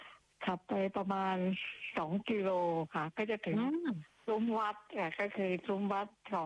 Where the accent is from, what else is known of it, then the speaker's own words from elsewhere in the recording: Chachoengsao, Thailand; accent: Paet Riu; สวัสดีค่ะสำเนียงแปดริ้วค่ะ